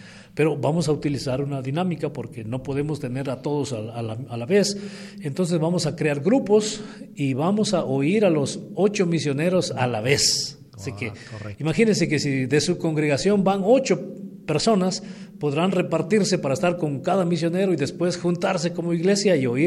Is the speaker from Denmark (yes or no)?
no; Guatemala; Tal vez porque vinimos de un tema, de un contexto de sufrimiento, de guerra, de todo eso. Entonces el guatemalteco se acomoda.